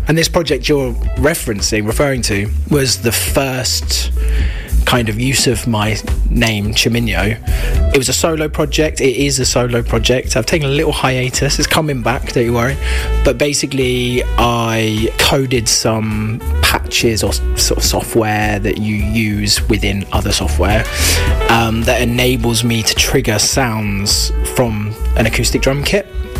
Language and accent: English; South East England, United Kingdom; moved away as an adult; now in London, United Kingdom; I grew up in the New Forest. It's not a jazz scene in the New Forest. So I never had a jazz lesson. Yeah, I moved to London when I was 19.